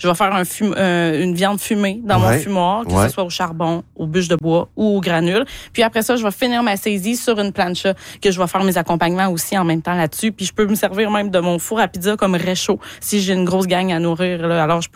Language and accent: French; Quebec, Canada; moi, j'ai cuisiné de la viande sauvage toute ma vie, vu que je viens de l'Abitibi, en fait.